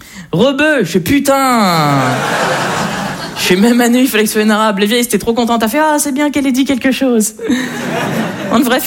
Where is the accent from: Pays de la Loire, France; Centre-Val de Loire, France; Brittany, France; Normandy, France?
Normandy, France; Le Havre; je fais du stand-up depuis un moment. Moi, je suis originaire du Havre.